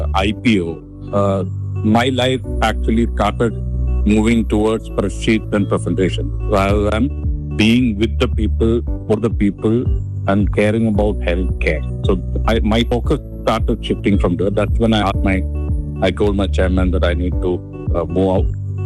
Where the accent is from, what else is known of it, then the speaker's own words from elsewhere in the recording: India; moved away as an adult; now in Qatar; I was part of their first hospital in India too, in my hometown. And then from there, I came here.